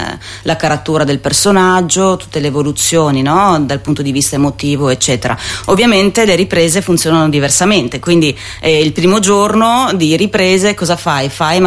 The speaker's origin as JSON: {"language": "Italian", "town": "Trieste", "region": "Friuli-Venezia Giulia", "country": "Italy", "said": "io sono triestina, sono orgogliosa anche di essere triestina, cioè se voglio qua a Trieste parlo così."}